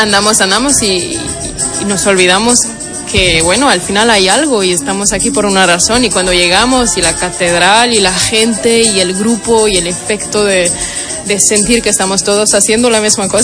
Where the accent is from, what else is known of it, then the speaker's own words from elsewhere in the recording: Portugal; Spanish is a second language; Gracias, sí, bueno, siendo portuguesa no es muy difícil para mí, de verdad